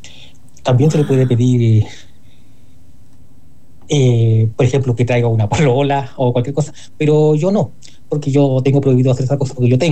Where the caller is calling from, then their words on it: Chile